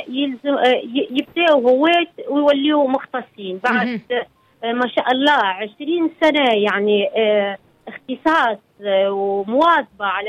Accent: Tunisia; now in Italy; احنا كسكسينا ما شاء الله عليه، يعني كسكسي تونسي

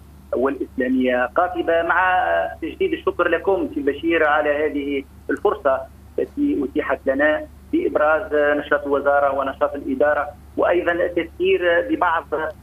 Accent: Tunisia; بلادنا تونس العزيزة

